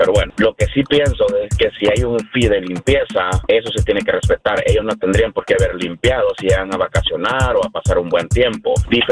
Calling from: Los Angeles, California, United States; Downtown LA.

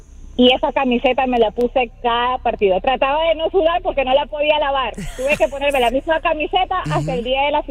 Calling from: Ecuador; yo soy de Ecuador

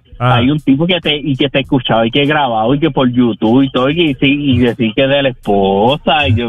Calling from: Cidra, Puerto Rico; Mira que estamos en sequía en Sidra.

